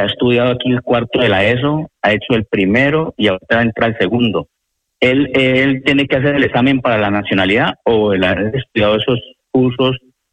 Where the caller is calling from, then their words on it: Madrid, Community of Madrid, Spain; de Madrid.